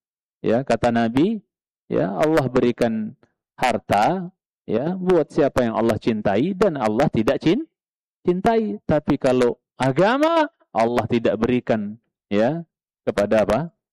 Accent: Indonesia; Saya orang Cilangkap, orang di sini

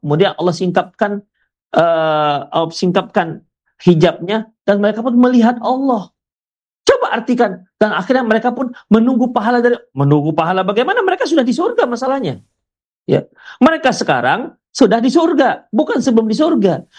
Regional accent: West Sumatra, Indonesia; kalau bahasa kami orang Minang

